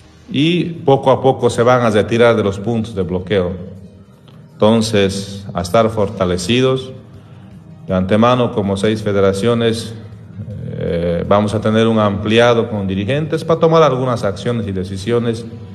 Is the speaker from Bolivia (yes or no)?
yes; Bolivia; Como boliviano, por supuesto, es inaceptable